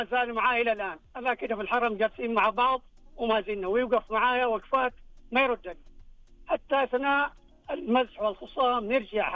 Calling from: Jeddah, Makkah Province, Saudi Arabia; أنا بتكلم من جدة،

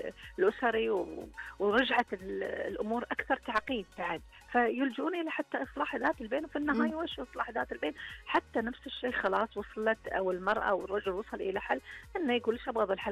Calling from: Saudi Arabia; عندنا في السعوديه

